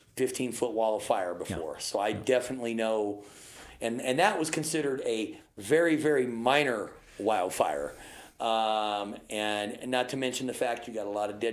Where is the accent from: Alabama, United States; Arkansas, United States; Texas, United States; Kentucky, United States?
Texas, United States; moved away as an adult; Growing up in Southeast Texas and being in EMS and fire in Southeast Texas